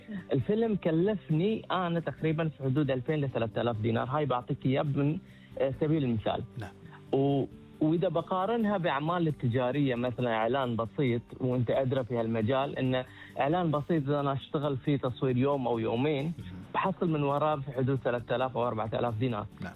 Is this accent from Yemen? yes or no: no; Bahrain; صانع أفلام من البحرين. فهاي فخر كبير أن أنا أرفع اسم ديرتي